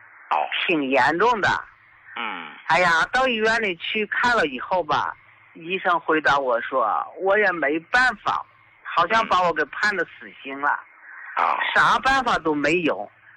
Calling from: Suzhou, Jiangsu, China; 我是苏州的，我今年78了。

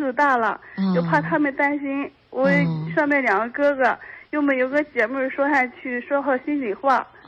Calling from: Dezhou, Shandong, China; 我是山东德州的祥康人。

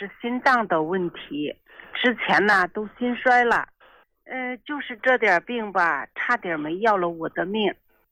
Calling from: Heze, Shandong, China; 我是山东菏泽的啊。今年57岁了。

